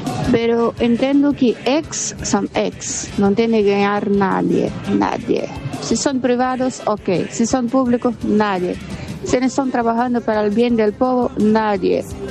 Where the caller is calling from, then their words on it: Estrela, Rio Grande do Sul, Brazil; de Brasil, Estrela, la ciudad de Estrela.